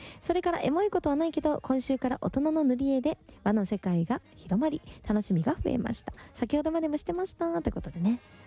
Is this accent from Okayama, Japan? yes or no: no; Hyogo, Japan; FM 兵庫から聞いてるということで、私の地元でございますね